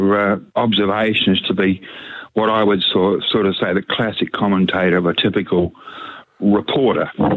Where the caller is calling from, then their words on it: South Australia, Australia; And what I saw last night in West Australia, and I'm ringing from South Australia